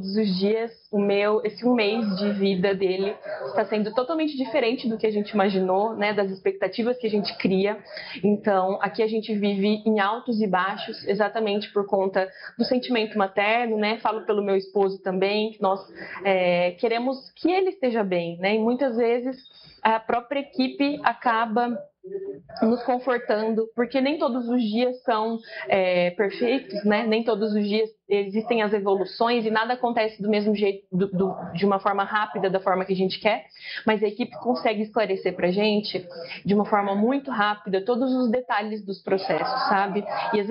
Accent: Lins, São Paulo, Brazil; Nós somos da cidade de Lins. Lins é 1h30 daqui

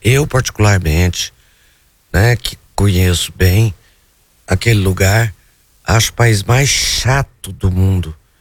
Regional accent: Goiânia, Goiás, Brazil; born there; Eu não nasci em Goiás, nasci já em Goiânia, mas minha família é toda de Goiás

